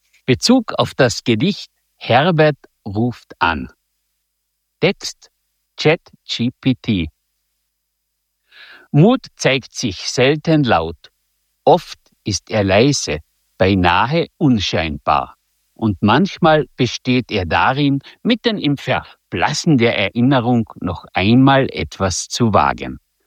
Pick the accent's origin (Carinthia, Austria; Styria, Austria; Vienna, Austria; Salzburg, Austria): Carinthia, Austria; Völkermarkt; accent: Carinthian dialect; Ich komme aus dem Großraum Völkermarkt